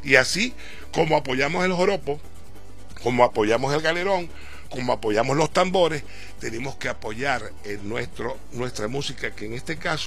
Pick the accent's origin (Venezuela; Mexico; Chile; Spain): Venezuela; nosotros, como venezolanos, yo no voy a colocar como bolivarenses, sino como venezolanos